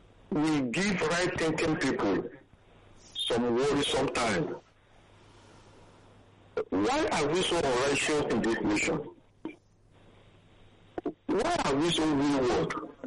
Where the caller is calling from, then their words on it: Uganda; I'm calling from Uganda.